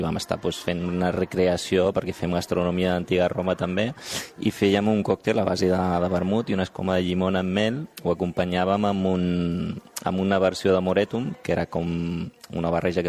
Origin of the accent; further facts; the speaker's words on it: Tarragona, Catalonia, Spain; Bueno, Tarragona. Jo soc de Tarragona.